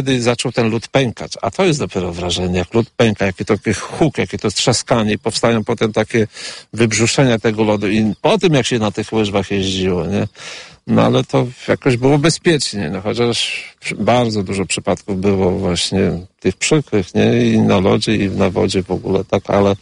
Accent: Wizna, Podlaskie Voivodeship, Poland; Tak, jestem z Wizny i tutaj jestem rolnikiem.

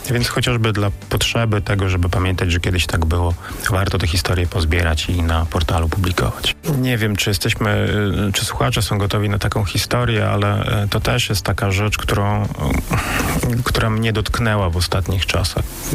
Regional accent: Gdańsk, Pomeranian Voivodeship, Poland; born there; Urodziłem się w Gdańsku, ale dużo podróżowałem. Często zmieniałem miejsce zamieszkania i nagle pojawiłem się na Wyspie Sobieszewskiej i odkryłem swoją małą ojczyznę.

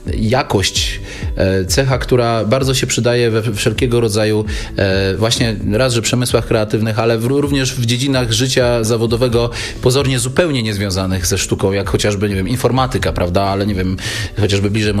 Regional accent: Wrocław, Lower Silesian Voivodeship, Poland; ja akurat jestem wrocławianinem

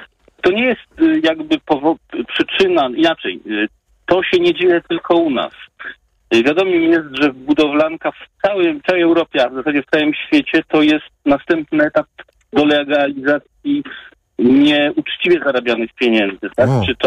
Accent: Wrocław, Lower Silesian Voivodeship, Poland; born there; Ja przedstawiłem się państwu jako osoba spod Wrocławia, ale jestem z urodzenia wrocławianinem, uciekłem z tej metropolii właśnie do mniejszego

